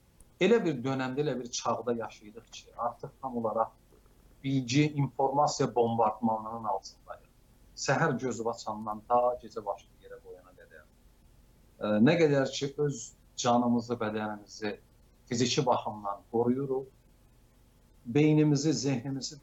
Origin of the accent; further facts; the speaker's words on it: Qoşasay, Iran; moved away as an adult; also born or lived in Urmia / Tehran; now in Baku, Azerbaijan; Mən 20 yaşımda Qoşasaydan köçdüm. Urmiyaya, sonra oradan köçdüm Tehrana, bir neçə il orada yaşadım, oradan köçdüm, gəldim Bakıya.